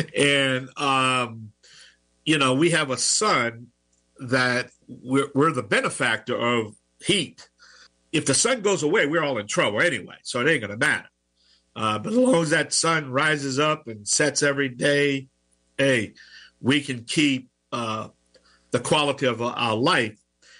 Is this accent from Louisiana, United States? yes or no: yes; Louisiana, United States; accent: Cajun